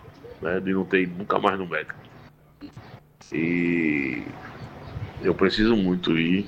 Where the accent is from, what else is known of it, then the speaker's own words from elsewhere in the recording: Santa Cruz do Capibaribe, Pernambuco, Brazil; Né? Eu sou aqui de Santa Cruz do Caparibe.